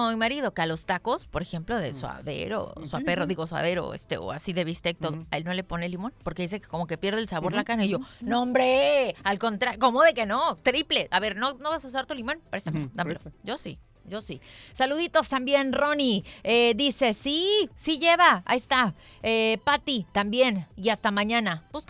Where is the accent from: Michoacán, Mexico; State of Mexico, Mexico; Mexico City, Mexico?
Mexico City, Mexico; uno que es chilango